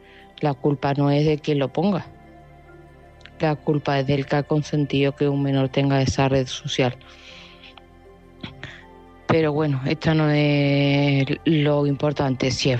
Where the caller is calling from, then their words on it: Seville, Andalusia, Spain; de Sevilla.